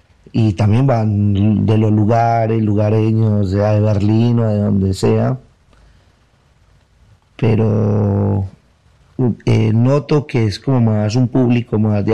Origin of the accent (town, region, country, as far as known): Argentina